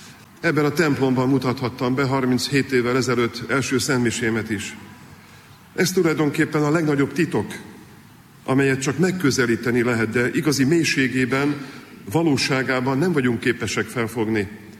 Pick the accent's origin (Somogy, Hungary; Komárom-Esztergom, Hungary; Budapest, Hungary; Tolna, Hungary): Budapest, Hungary; és valóban a gyökereim ide vezetnek, óbudai vagyok